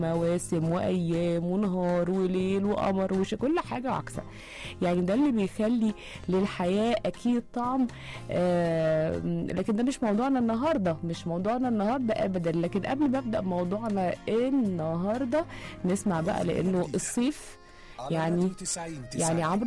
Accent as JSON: {"language": "Arabic", "country": "Egypt", "said": "كلنا كمصريين"}